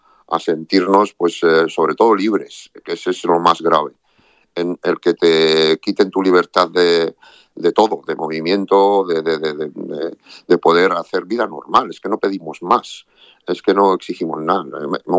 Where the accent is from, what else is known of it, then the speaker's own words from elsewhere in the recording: Ceuta, Spain; nos lo estamos comiendo los ceutíes y no nos lo merecemos. Nosotros somos tan españoles como cualquiera en la península.